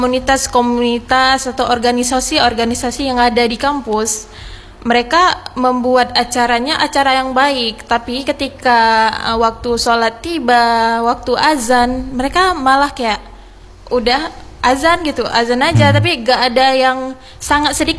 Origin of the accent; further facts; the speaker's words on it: Aceh, Indonesia; karena kita nih dicap sebagai Aceh, bumi Serambi Mekah.